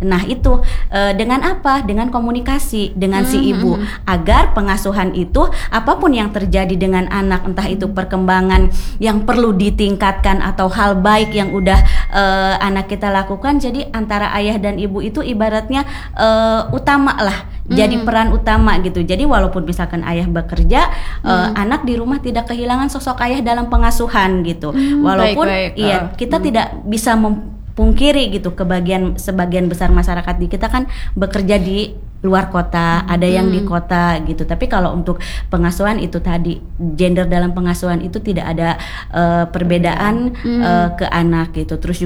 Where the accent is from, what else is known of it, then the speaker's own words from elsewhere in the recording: Tegalongok, Indonesia; terutama di desa saya pribadi di Tegalongok, jadi kita juga berkolaborasi sama Posyandunya juga